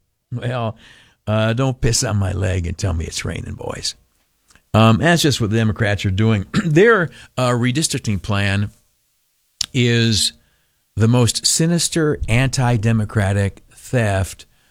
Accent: New York, United States; now in Capital Region, New York, United States; I grew up in the Southern Tier, where people are somewhat coarser than maybe you find folks up here in the Capital Region.

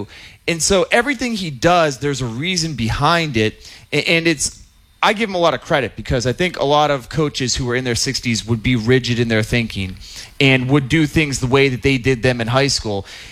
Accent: Latrobe, Pennsylvania, United States; And I think he was willing to do it because he knew I'm a local. I grew up here in Latrobe. I understand what Western Pennsylvania is all about.

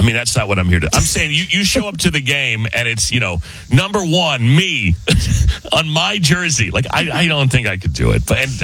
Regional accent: Arizona, United States; born or raised there; now in Chicago, United States

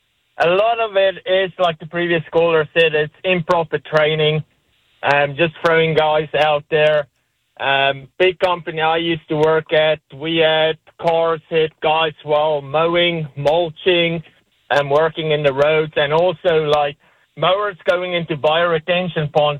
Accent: South Africa; No, I'm from South Africa.

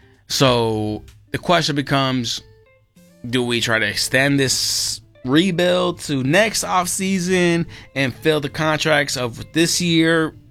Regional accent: Chicago, Illinois, United States; I'm a Chicagoan, not a Philadelphian

